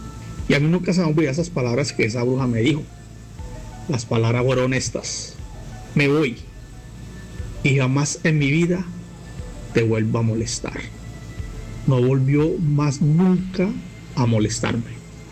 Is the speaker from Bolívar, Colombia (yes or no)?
no; Montería, Córdoba, Colombia; moved away as an adult; now in Urabá, Colombia; Cumpliendo ya 22 años, me vine de Montería, Córdoba, para aquí, para la zona Urabá, por la zona de Urabá, ahí donde mi mamá.